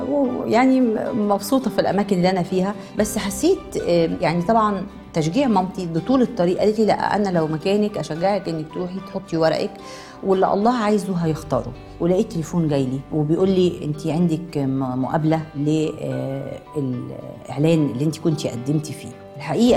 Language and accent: Arabic; Minya, Minya Governorate, Egypt; moved away; لان انا جاية من المنيا يعني مش من القاهرة